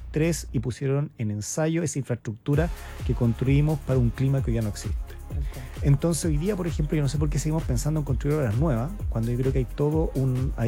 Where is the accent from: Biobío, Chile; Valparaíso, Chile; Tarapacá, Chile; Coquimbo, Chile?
Tarapacá, Chile; Iquique; yo soy de Iquique